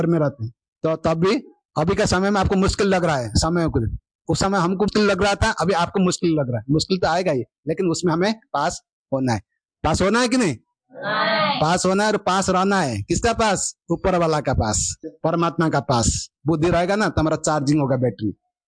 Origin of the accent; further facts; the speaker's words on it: Odisha, India; हमारा कॉलेज हमारा गांव में नहीं रहता था उड़ीसा में सर।